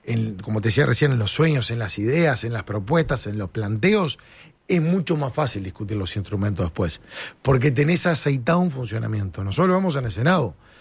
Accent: Uruguay

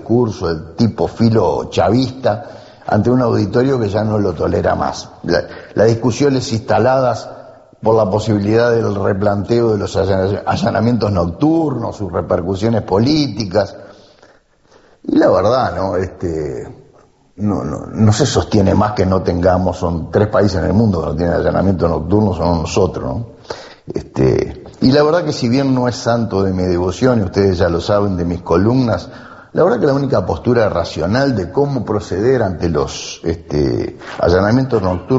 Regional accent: Montevideo, Uruguay; moved away; Yo ya no soy montevideano, estoy fuera del departamento.

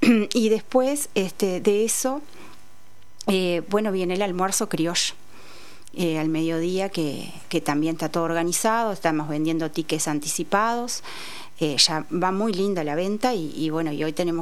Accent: Rosario, Santa Fe, Argentina; moved away as an adult; now in Barker, Argentina; Yo soy oriunda de Rosario, pero bueno, hace 26 años que estoy en Barker

